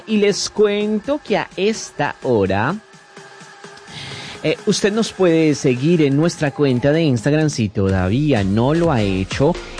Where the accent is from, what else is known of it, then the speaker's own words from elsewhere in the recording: Colombia; pegarse en Colombia decimos es sumarse a la audiencia